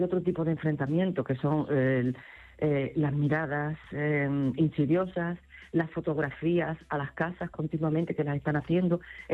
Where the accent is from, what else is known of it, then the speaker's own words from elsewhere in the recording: Ceuta, Spain; born there; now in Caldas de Reis, Spain; porque yo nací allí, pero que quede claro que mis padres fueron emigrantes gallegos allí y yo sigo siendo gallega, ¿vale? Por parte de padre y de madre. Y tengo aquí mi casa, que es donde estoy ahora, en Caldas de Rey